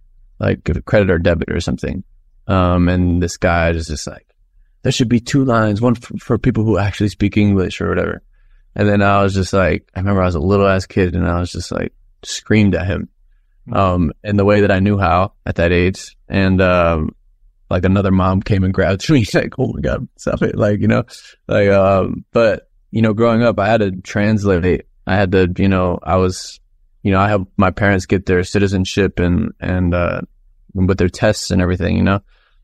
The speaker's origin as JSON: {"language": "English", "country": "United States", "tie": "born or raised there", "said": "I'm from here. They're like, nah, where are you really from? And I'm like, I'm from here. I'm American. I was born in America."}